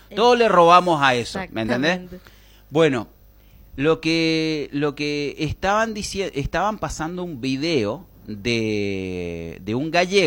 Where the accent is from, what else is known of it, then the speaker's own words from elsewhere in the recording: Argentina; Cuando se hablaba como porteños, cuando se hablaba como bonaerenses, cuando teníamos, o sea, cuando hablábamos realmente como el mejor acento de la lengua hispana